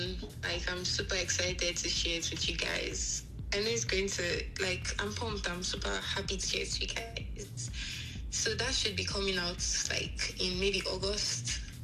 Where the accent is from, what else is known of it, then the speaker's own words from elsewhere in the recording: Lagos, Nigeria; Yeah, growing up in Nigeria, in Lagos, is very much like you have to be there.